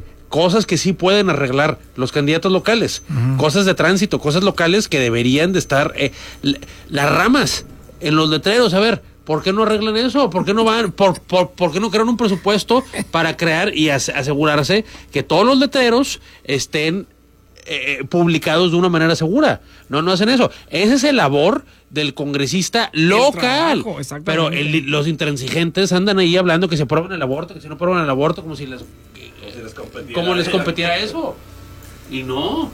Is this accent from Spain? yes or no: no; Mexico